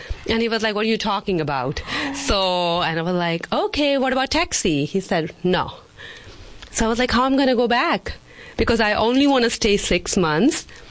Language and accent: English; Dalhousie, Himachal Pradesh, India; moved away as an adult; now in Yuma, Arizona, United States; It's up in the foothill of Himalayas, Dalhousie. It's north part of the India, up mountains, and it's a very beautiful town, and they call it the mini Switzerland. So it's a lot of rivers, wow, snow, and all the four seasons.